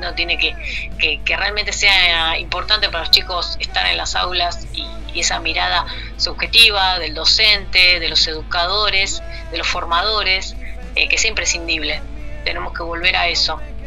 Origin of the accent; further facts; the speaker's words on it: General Rodríguez, Buenos Aires Province, Argentina; yo soy acá de Rodríguez